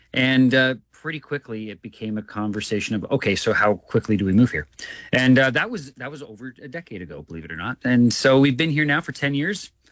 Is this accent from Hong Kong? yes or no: no; Ontario, Canada; also born or lived in Saskatchewan; I grew up in Southern Ontario and then ended up going out to school in Saskatchewan to Briarcrest Bible College.